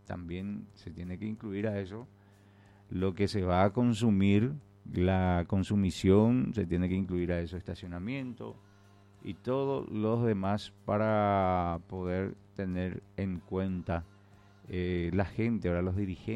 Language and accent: Spanish; Pedro Juan Caballero, Amambay, Paraguay; muchos somos pedrojuaninos